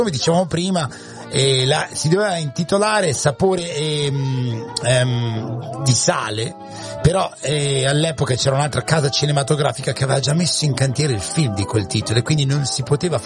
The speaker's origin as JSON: {"language": "Italian", "region": "Emilia-Romagna", "country": "Italy", "said": "come era magari negli anni 90 Riccione delle mie parti"}